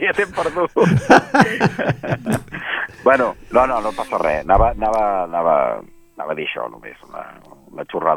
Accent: Catalonia, Spain; nosaltres som de la Catalunya Vella, que en diem

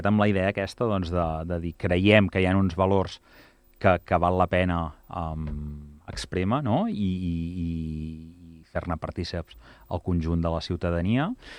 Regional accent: Igualada, Catalonia, Spain; jo sóc d'Igualada

